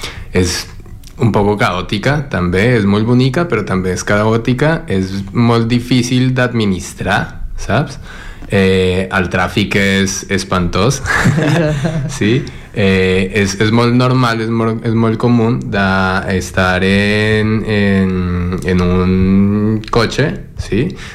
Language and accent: Catalan; Bogotá, Bogotá Capital District, Colombia; Catalan is a second language; moved away; és una ciutat molt gran, sí? Jo soc orgullosament colombià i de Bogotà, que és la capital